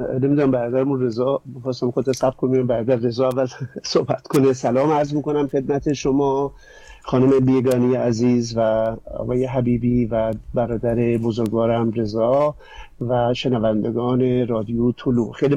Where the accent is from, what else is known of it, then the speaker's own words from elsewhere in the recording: Amol, Mazandaran, Iran; born there; زندان آمل زادگاه من هستش اونجا، و از اونجایی که من اون موقع فعالیت علنی طولانی در شهر خودم نداشتم